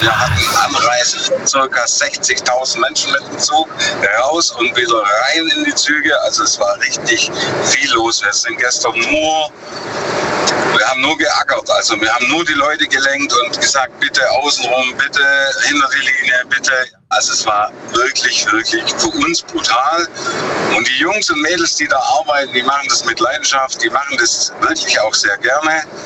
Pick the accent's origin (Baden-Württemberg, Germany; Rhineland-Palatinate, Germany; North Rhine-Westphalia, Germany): Baden-Württemberg, Germany; Lenningen; Ich bin aus Lenningen.